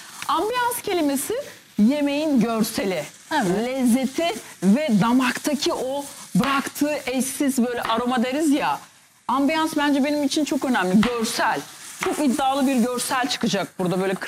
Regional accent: Istanbul, Turkey; doğma büyüme bir İstanbullu olarak tabii ki Türkçemize çok dikkat ediyoruz

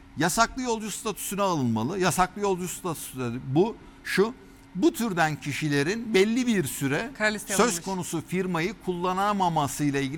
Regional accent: Balıkesir, Turkey; ben Balıkesirliyim

